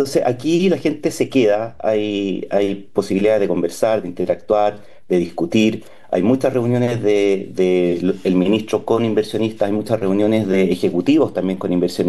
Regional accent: Chile; cuando los chilenos estamos afuera, bajamos un poco nuestras barreras, pasamos a ser todos chilenos

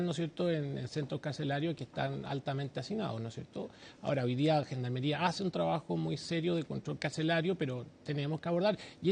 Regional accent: Chile

